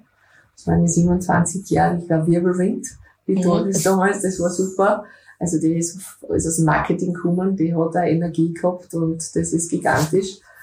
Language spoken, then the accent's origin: German; Graz, Styria, Austria; now in Fürstenfeld, Austria; ich bin jetzt als Grazer wieder retour. Also ich habe in Fürstenfeld dann gewohnt.